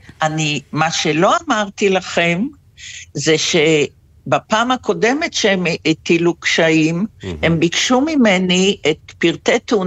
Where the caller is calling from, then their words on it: Beersheba, Southern District, Israel; אני בת 70, ואני גרה בבאר שבע.